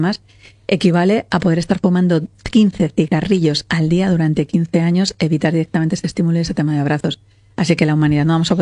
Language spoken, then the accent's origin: Spanish; Valladolid, Castile and León, Spain; A mí me gusta mucho mi tierra, me gusta mucho poder estar aquí, la gente que somos de aquí